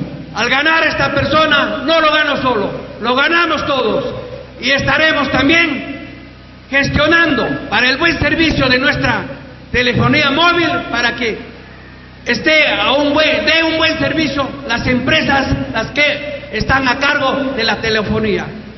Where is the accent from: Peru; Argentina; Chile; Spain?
Peru; Ambrasbamba; yo entregue mi propia vida por mi pueblo de Ambrasbamba y sus 23 anexos.